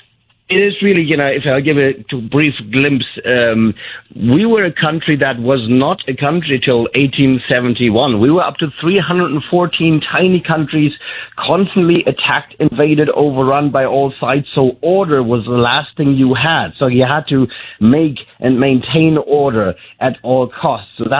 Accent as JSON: {"language": "English", "country": "Germany", "also_born_or_lived": "Spain", "said": "Well, I'm from Germany, despite … which just happens when I lived in Spain for 7 years."}